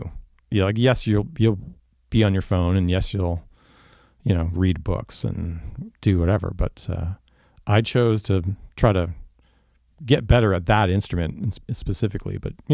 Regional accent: Canada; That was all driving because it's Canada and we're Canadian.

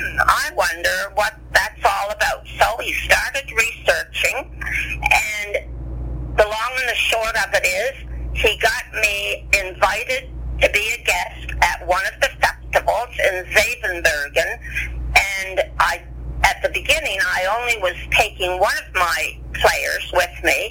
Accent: Canada; When we got to the Netherlands, I couldn't believe how well we were received. And being Canadian, look, they just opened their their arms and their hearts to us

